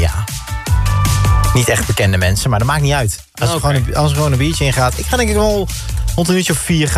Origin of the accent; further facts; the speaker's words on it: North Brabant, Netherlands; Ik ben toch een Brabander.